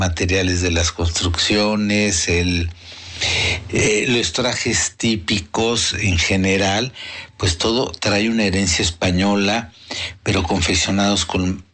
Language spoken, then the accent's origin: Spanish; Mexico; todo lo que nos hace sentirnos orgullosos como mexicanos y que el mundo admira de México, resulta que es fruto de este mestizaje.